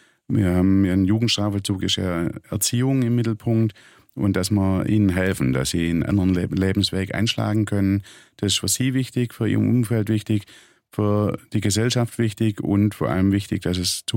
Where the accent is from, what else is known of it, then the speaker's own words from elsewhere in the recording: Germany; Da sind wir als Deutsche zwar Weltmeister drin